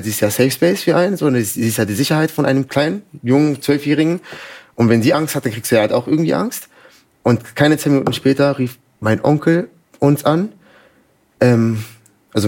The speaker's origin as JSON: {"language": "German", "town": "Dachau", "region": "Bavaria", "country": "Germany", "tie": "born there", "also_born_or_lived": "Bogotá, Colombia", "said": "ich bin in Dachau geboren, bist in München, da die Ecke. Und dann war ich die ersten 7,5 Jahre meines Lebens in Bogota, haben wir gelebt."}